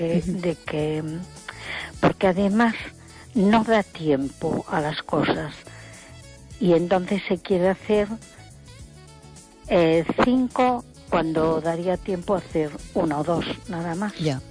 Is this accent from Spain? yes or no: yes; A Coruña, Galicia, Spain